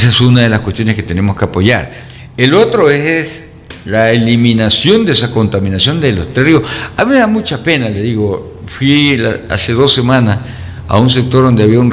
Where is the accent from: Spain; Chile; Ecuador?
Ecuador; Calderón, Manabí; Yo me acuerdo que yo soy de Calderón, veníamos a la romería de la Virgen de Monserrate.